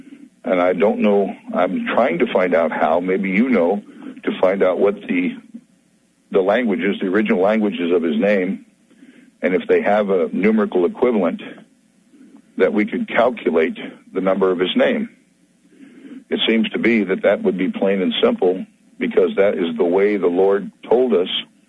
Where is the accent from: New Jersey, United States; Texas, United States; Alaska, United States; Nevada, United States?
Nevada, United States; Las Vegas; I'm an evangelist from Las Vegas, Nevada.